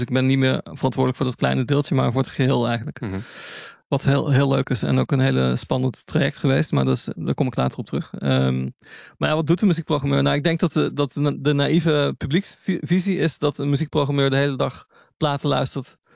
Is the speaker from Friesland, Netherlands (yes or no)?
no; Nijmegen, Gelderland, Netherlands; born there; De andere persoon is in Nijmegen, waar ik geboren ben. Een stad in het oosten van het land.